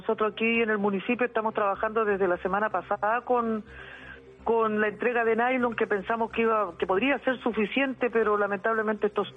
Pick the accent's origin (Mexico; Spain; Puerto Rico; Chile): Chile; Nosotros somos chilenos, tan chilenos como cualquier